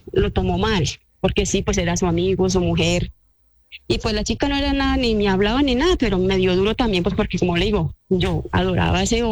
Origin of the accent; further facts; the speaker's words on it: Medellín, Antioquia, Colombia; Yo soy de Medellín.